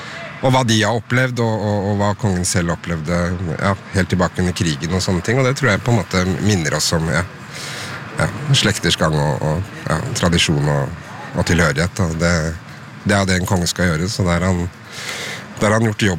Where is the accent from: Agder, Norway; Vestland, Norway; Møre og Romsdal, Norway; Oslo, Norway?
Oslo, Norway; jeg er fra Oslo, så jeg har gått i barnetog og sånne ting og vinket til kongen. Mange ganger, så det er jo sterkt for oss i Oslo